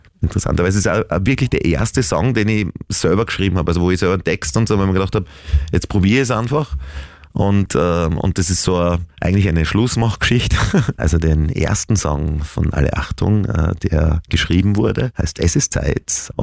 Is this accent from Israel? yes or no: no; Bruck an der Mur, Styria, Austria; ich komme immer aus Bruck an der Mur und also die Eltern alle, da waren Arbeiter